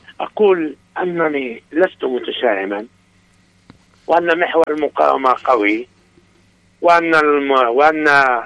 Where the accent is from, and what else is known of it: Yemen